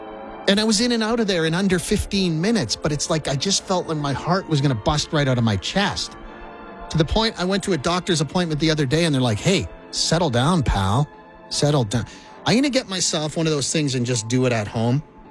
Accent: Saskatchewan, Canada; now in Alberta, Canada; when I was a kid growing up in Saskatchewan

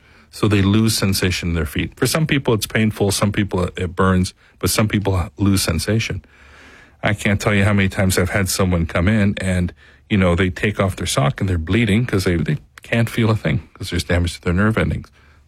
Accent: Canada; also born or lived in Dallas; I went to school in Dallas. I am from Canada. I grew up north of here

